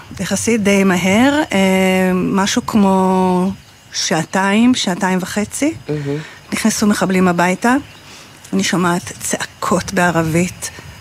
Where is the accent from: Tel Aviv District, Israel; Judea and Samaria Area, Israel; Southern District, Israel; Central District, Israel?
Southern District, Israel; Tze'elim; moved away as an adult; now in Holit, Israel; אני גרה בחולית 11 שנים. מרבית חיי גדלתי בצאלים, בקיבוץ צאלים.